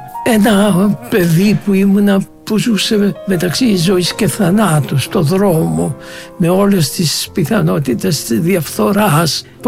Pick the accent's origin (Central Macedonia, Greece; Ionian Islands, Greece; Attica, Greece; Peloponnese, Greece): Attica, Greece; Athens; moved away as an adult; Γεννήθηκα στην Αθήνα. Είμαι Βέρος Αθηναίος. Αλλά ουσιαστικά πήρε μορφή η ζωή μου εκτός Ελλάδας. Στα 30 χρόνια εκτός Ελλάδας